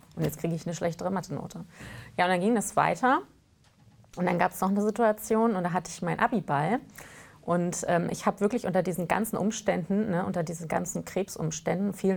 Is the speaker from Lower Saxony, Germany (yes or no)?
yes; Hanover, Lower Saxony, Germany; also born or lived in East Germany (GDR); dass ich noch in der DDR geboren bin und meine Eltern waren Pioniere und haben Jugendweihe bekommen. Und dann bin ich in Hannover groß geworden